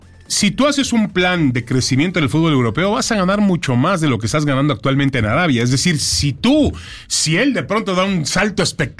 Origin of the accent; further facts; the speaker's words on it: Mexico City, Mexico; yo de chico, yo prácticamente ahí me crié en Iztaccíhuatl, la calle Iztaccíhuatl.